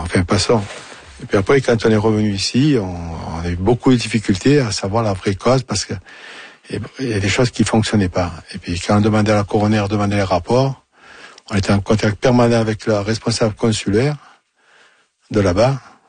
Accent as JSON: {"language": "French", "town": "Marseille", "region": "Provence-Alpes-Côte d'Azur", "country": "France", "said": "avec mon accent, je suis à de Marseille, bien sûr."}